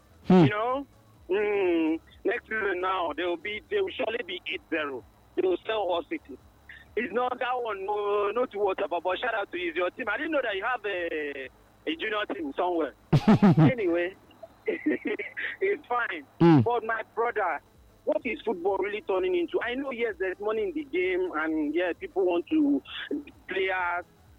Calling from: Lekki, Lagos, Nigeria; right now. I'm calling from Lekki.

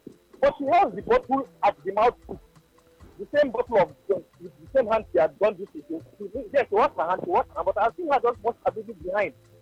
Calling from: Ijebu, Ogun, Nigeria; I'm calling from Ijebu.

